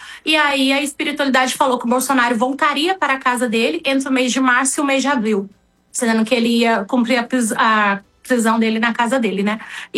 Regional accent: Brasília, Federal District, Brazil; born there; now in Balneário Camboriú, Brazil; Eu nasci em Brasília, tá? Fui morar em Santa Catarina, Balneário Camboriú. Tem 14 anos que moro lá.

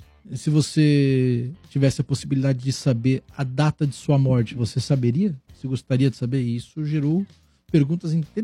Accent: São Paulo, Brazil; sou de Pirituba.

